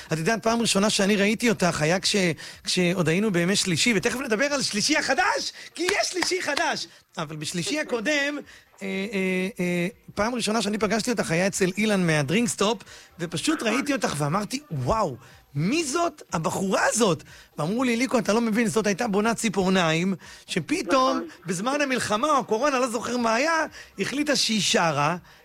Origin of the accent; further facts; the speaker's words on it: Bat Yam, Tel Aviv District, Israel; אני בת ים, אני גדלתי בבת ים, בבלפור, בשכונת עמידר, אמא שלי עד היום בבת ים.